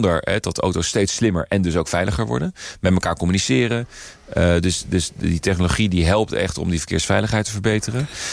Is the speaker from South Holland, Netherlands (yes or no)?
yes; Rotterdam, South Holland, Netherlands; Wij komen uit Rotterdam.